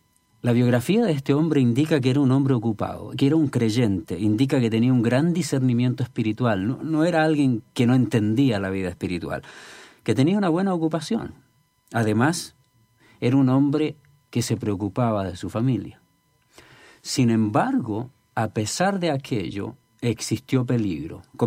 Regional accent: Chile; also born or lived in Ecuador; now in United States; yo haya tenido también la oportunidad de estar aquí en los Estados Unidos y originalmente de Chile, salir de Chile, ir al Ecuador a vivir por tanto tiempo

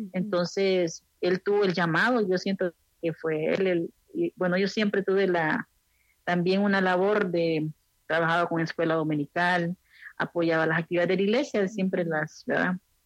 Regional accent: Santa Bárbara, Honduras; born there; also born or lived in San Pedro Sula, Honduras; Nací en una aldea en Santa Bárbara, Honduras. Soy la segunda hija de 4 hijas y un hermano.

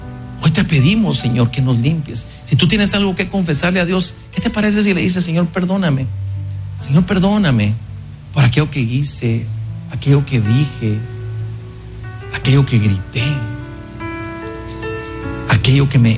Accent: Guatemala

